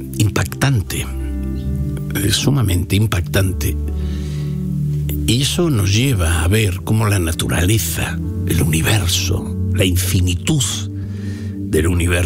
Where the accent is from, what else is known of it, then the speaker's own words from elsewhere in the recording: northern Spain, Spain; primero en mi pueblo había convocado a ese, al lugar donde yo jugaba de niño al fútbol, en el Trichero.